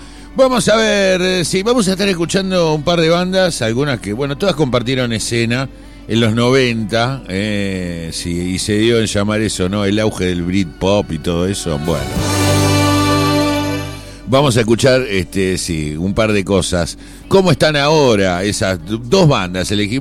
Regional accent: Argentina

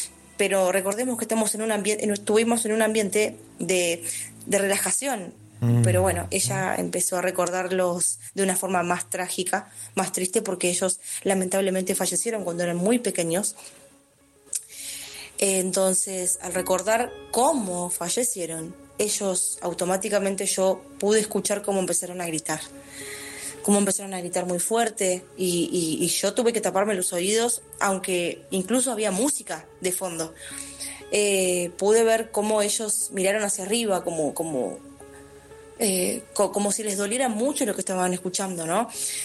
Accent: Lomas de Zamora, Buenos Aires Province, Argentina; Soy de Zona Sur, Lomas de Zamora.

